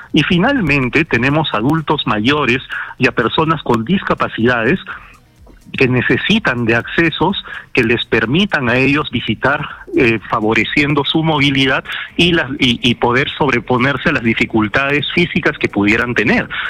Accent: Peru

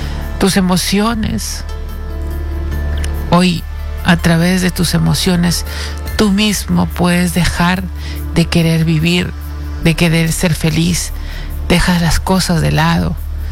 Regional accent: Peru; moved away; Dios me ha dado este regalo de estar nuevamente en mi país y poder compartir con mi Perú, con la gente linda.

